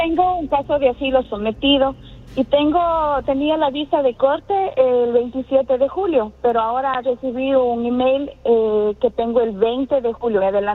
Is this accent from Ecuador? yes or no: yes; Ecuador